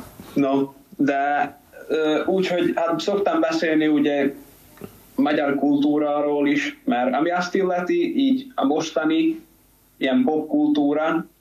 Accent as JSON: {"language": "Hungarian", "country": "Hungary", "moved": "as an adult", "lives_now": "Plzeň, Czech Republic", "said": "mindenki tudja, hogy magyar vagyok."}